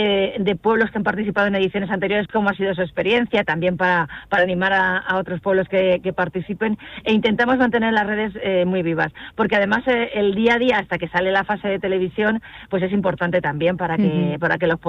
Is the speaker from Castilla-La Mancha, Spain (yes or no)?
yes; Castilla-La Mancha, Spain; este carácter castellano-manchego, que empezamos a sacar pecho por nuestra tierra